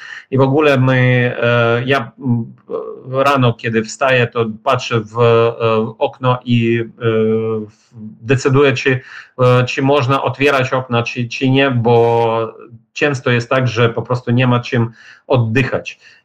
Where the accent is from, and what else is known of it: Ukraine; now in Kyiv, Ukraine